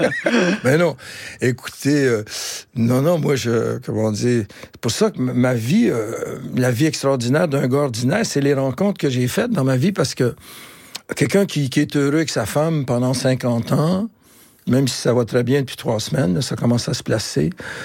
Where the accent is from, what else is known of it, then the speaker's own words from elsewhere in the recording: Quebec, Canada; accent: joual; Mais c'est ce qu'il disait pour le joual, garder mon accent.